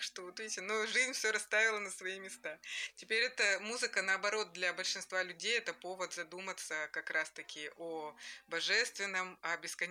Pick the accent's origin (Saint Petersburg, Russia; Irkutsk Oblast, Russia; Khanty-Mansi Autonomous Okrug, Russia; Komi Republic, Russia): Saint Petersburg, Russia; поскольку я из Санкт-Петербурга